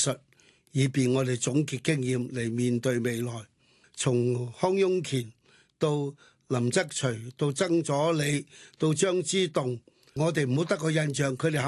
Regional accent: Hong Kong; 我们香港是一个联通世界的一个大的港口，它有优美的港口去联通到全世界，它有近代这百几两百年的历史和全世界的接轨

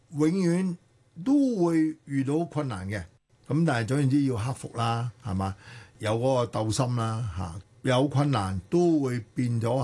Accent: Hong Kong; 咁梗係點一首我哋香港人耳熟能詳。

